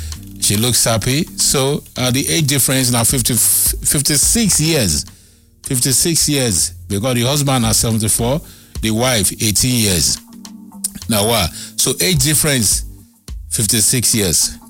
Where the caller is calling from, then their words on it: Port Harcourt, Rivers, Nigeria; from Agri Road, Port Harcourt.